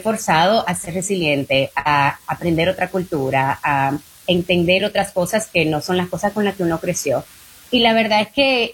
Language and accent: Spanish; Dominican Republic; moved away; yo abría mis conversaciones con cada cliente con que yo soy latina, que vine de República Dominicana y soy mujer y soy ingeniero.